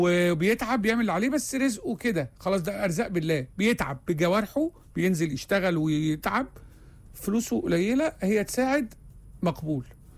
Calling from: Aden, Yemen; من اليمن عدن، اهلا بيكم.

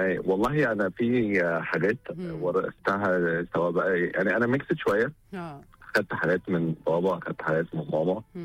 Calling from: Egypt; لما جيت بقى وقررت ان انا استقر هنا في مصر.

